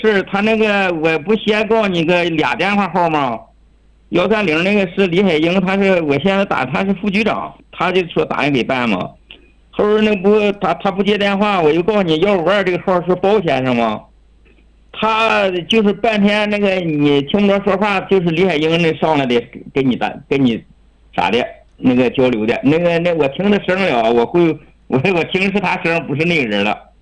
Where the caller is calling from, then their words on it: Inner Mongolia, China; 扎鲁特旗鲁北镇中村普村的